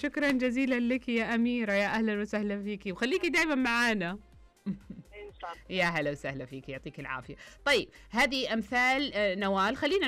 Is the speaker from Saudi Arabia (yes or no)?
yes; Riyadh, Riyadh Province, Saudi Arabia; فكان عندنا في الرياض يعني في نجد، فالكل يتكلم نجدي.